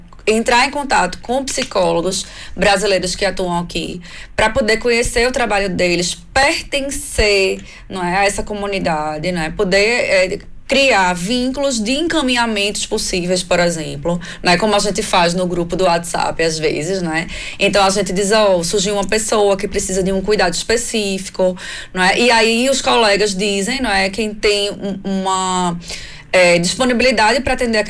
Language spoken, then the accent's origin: Portuguese; Brazil; moved away as an adult; now in Portugal; eu vim do Brasil e sou psicóloga clínica lá, era psicóloga clínica lá desde 2009, né? Então eu tinha todo esse network, essa rede de apoio, rede de contatos, não é? E aqui em Portugal não.